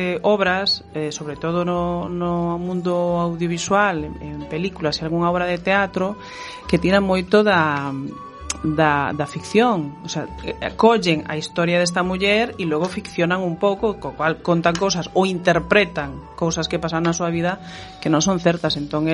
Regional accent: Galicia, Spain; somos galegos a retranca.

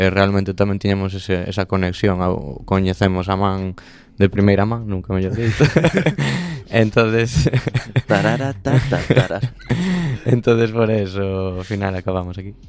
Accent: Xunqueira, Galicia, Spain; Ah, somos de Xunqueira.

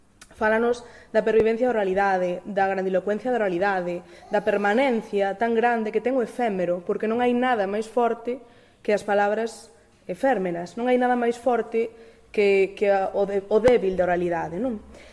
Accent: Vigo, Galicia, Spain; Cheguei sumamente sorprendida porque aquí onde me vedes son de Vigo, e en Vigo pois case non se fala galego.

